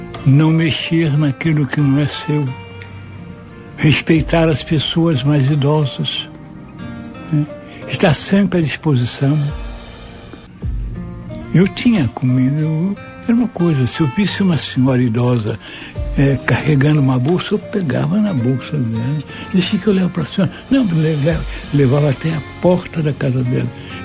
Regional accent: Rio de Janeiro, Brazil; Eu fui criado em Cordovil, na rua Rego Monteiro

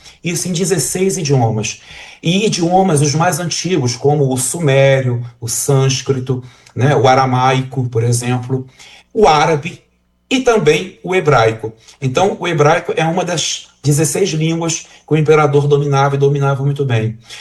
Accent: Rio de Janeiro, Brazil; moved away as an adult; also born or lived in Jerusalem; now in Minas Gerais, Brazil; eu sou carioca de Campo Grande, da Zona Oeste do Rio

